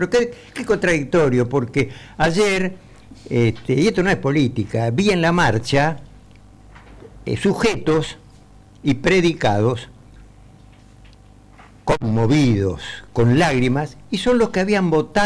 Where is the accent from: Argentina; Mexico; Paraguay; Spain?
Argentina; somos raros los argentinos